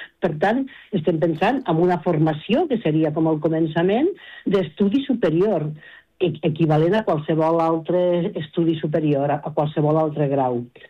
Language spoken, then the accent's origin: Catalan; Catalonia, Spain; jo sóc de Terres Lleidatanes. Sí. O sigui, ara parlo des de Lleida